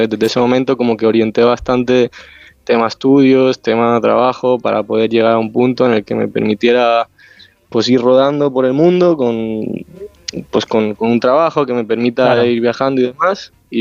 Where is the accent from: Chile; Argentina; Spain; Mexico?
Spain; Terrassa, Catalonia; Yo soy de Tarrasa.